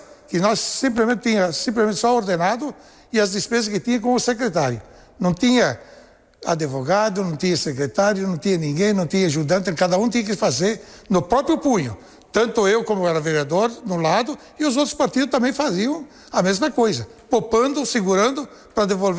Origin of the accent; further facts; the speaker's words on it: Caxias do Sul, Rio Grande do Sul, Brazil; now in Carlos Barbosa, Brazil; sou natural de Caxias do Sul, vim para Carlos Barbosa antes de ser município, com a idade de 11 anos de idade.